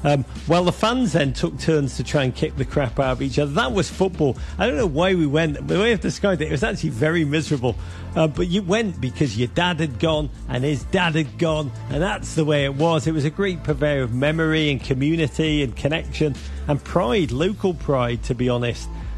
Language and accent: English; Liverpool, North West England, United Kingdom; now in United States; I love America. I'm very American now. But I grew up in Liverpool in the 70s and 80s. It was a rough time, a tough time.